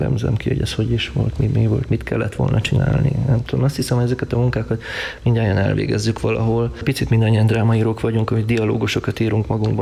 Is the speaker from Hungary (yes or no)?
no; Romania; Végülis egy kellemes környezetben nőttem fel, mindig ott volt a humor.